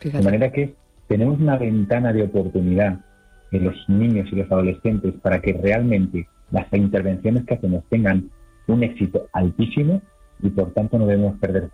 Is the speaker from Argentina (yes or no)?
no; Spain; por lo menos en España, que tenemos unos servicios de salud mental para la infancia y para la adolescencia